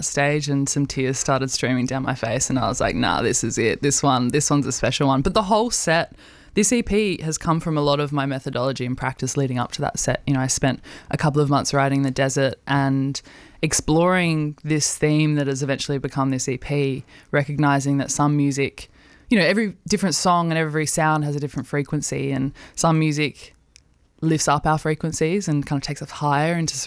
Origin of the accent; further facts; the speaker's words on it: Alice Springs, Northern Territory, Australia; moved away; also born or lived in Melbourne; I grew up on Arduna country in Alice Springs, and my family were heavily intertwined with KAMA, the Central Australian Aboriginal Media Association.